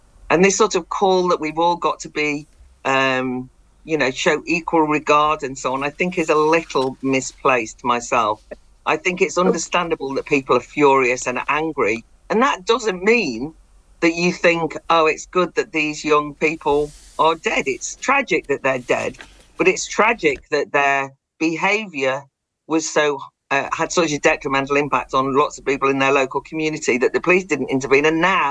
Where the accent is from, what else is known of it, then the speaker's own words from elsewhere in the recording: Ireland; because I'm from Ireland